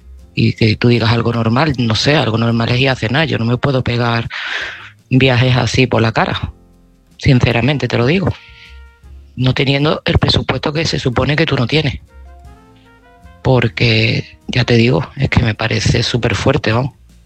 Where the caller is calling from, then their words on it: Seville, Andalusia, Spain; de Sevilla y este mensaje va para Antonio.